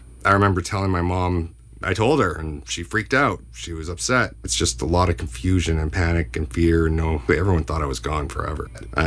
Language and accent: English; Vancouver, British Columbia, Canada; I'm from the Cayuga Checklesset tribe in Vancouver, British Columbia.